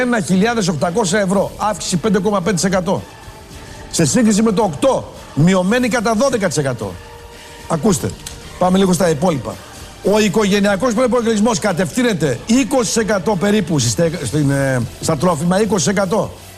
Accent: Central Macedonia, Greece; born there; στον Κάμπο, ας πούμε στην Μπέλα, στο χωριό μου

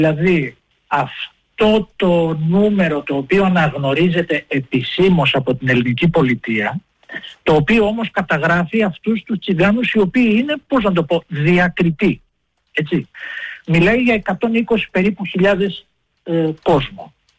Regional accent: Greece; πόσο μάλλον εμάς που είμαι Έλληνας τσιγκάνος και δεν θέλω να κρύβω πάρα πολλοί άνθρωποι, χιλιάδες άνθρωποι στην Ελλάδα, το ότι είμαστε Έλληνες τσιγκάνοι, κάτι για το οποίο αισθανόμαστε υπερήφανοι, γιατί ήρθαμε το 1920 οι παππούδες

